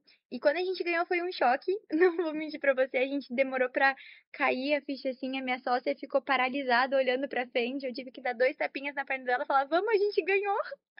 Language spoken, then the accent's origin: Portuguese; São Paulo, Brazil; moved away as an adult; now in Curitiba, Brazil; Eu sou de São Paulo e eu vim para cá, para Curitiba, só para fazer na PUC